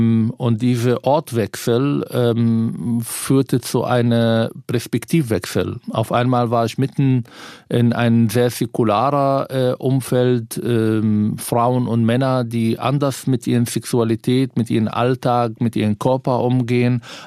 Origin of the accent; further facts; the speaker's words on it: Palestine; now in Berlin, Germany; Ich bin Palästinenser. Das Allereinfachste wäre, wenn ich nach dem 7. Oktober gesagt habe, ich bin auf der Seite der Palästinenser, auf Demos hier gegangen bin und einfach auch meine Identität als Palästinenser